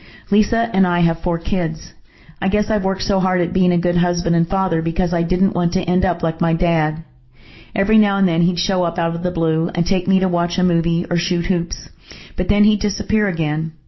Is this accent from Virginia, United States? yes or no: no; Memphis, Tennessee, United States; I grew up in Memphis. I loved the city, but I did not love my childhood.